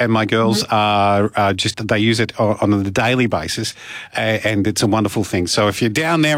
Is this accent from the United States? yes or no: no; Sydney, New South Wales, Australia; moved away; My heritage is, yeah. I'm from Western Sydney